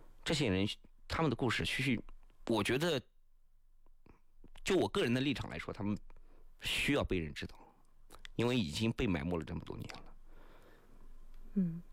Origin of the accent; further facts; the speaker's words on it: China; 我们作为一个中国人不能忘记先烈，